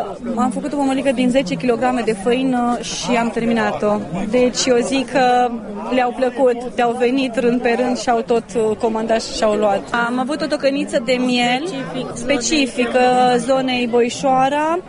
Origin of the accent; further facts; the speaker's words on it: Băișoara, Vâlcea County, Romania; suntem din Băișoara, județul Vâlcea.